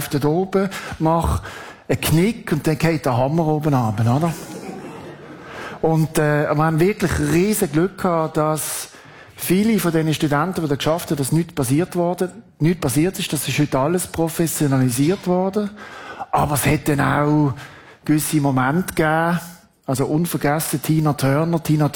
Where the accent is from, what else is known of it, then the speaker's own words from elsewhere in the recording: Basel, Basel-Stadt, Switzerland; ich bin in Basel aufgewachsen.